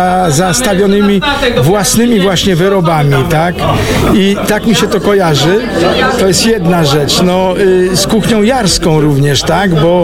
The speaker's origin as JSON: {"language": "Polish", "town": "Kraśnik", "region": "Lublin Voivodeship", "country": "Poland", "tie": "born there", "said": "Urodziłem się w Kraśniku, a więc Lubelszczyznę trochę znam."}